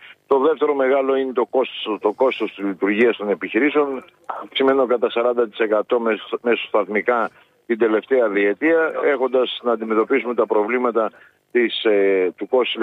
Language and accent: Greek; Greece; εμείς ως Έλληνες